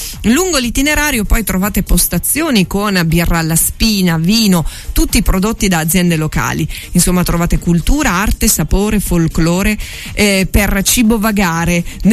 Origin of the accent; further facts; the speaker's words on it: Depressa, Apulia, Italy; al mio paese, dunque è letteralmente il caso di dire al mio paese perché per gran parte insomma della mia vita ho abitato anche lì, ovvero Depressa